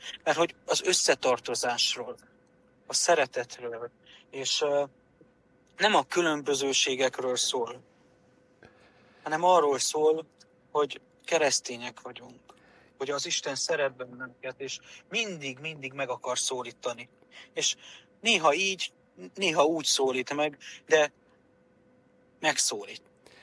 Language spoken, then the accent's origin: Hungarian; Transylvania, Romania; now in Siófok, Hungary; Én is erdélyi gyerek vagyok. Én is énekeltem ebbe a kórusba 15 éven keresztül. És a Jóisten úgy terelte az útjaimat, hogy Magyarországra, Siófokra költöztem, itt dolgozom